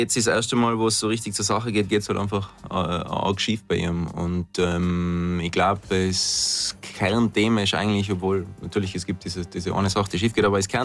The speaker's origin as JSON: {"language": "German", "region": "Tyrol", "country": "Austria", "said": "dass man außerhalb von Tirol immer der Tiroler bleibt. Und in Tirol war man vielleicht gar nicht Tiroler genug ursprünglich."}